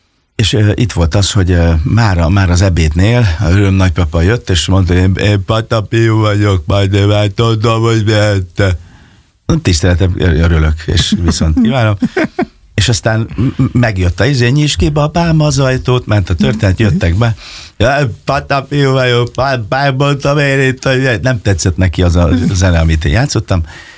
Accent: Fényeslitke, Szabolcs-Szatmár-Bereg, Hungary; also born or lived in Kisvárda; Hát ugye én Fényes Litkén nőttem föl, és Kisvárdán születtem

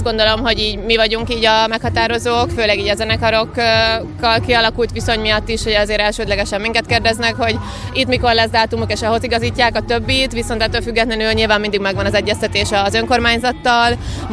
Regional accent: Debrecen, Hajdú-Bihar, Hungary; now in Budapest, Hungary; Én debreceni vagyok, de egyébként Budapesten élek

